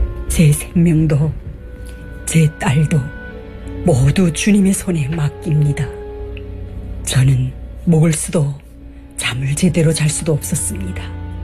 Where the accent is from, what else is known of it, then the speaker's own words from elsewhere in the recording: North Hamgyong, North Korea; born there; moved away; 저는 북한 함경북도에서 태어나 가족의 생계를 책임지던 중 중국으로 달북했습니다.